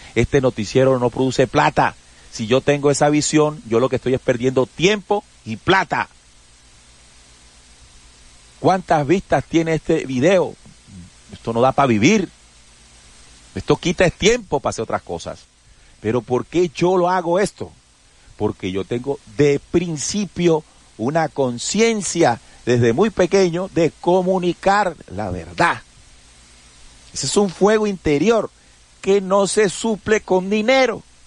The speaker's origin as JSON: {"language": "Spanish", "country": "Colombia"}